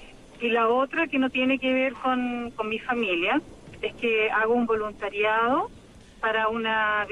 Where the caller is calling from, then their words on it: Santiago, Santiago Metropolitan Region, Chile; de acá de Providencia.